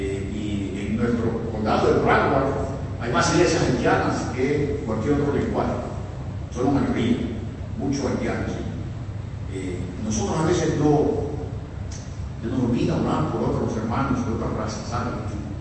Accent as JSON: {"language": "Spanish", "country": "El Salvador", "said": "Anoche me decía un hermano que no cree que yo soy salvadoreño, yo parezco más cubano ese. Pero es la razón poderosa, porque mi esposa es cubana."}